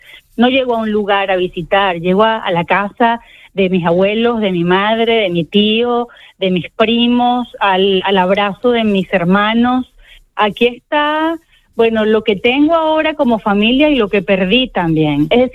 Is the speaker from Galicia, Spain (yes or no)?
yes; Galicia, Spain; Galicia no es la tierra de mi madre, es mi tierra.